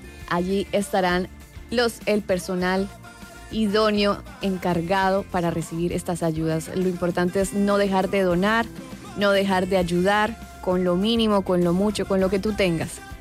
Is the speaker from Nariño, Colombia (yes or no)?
no; Barranquilla, Atlántico, Colombia; hoy estoy muy orgullosa de nosotros como barranquilleros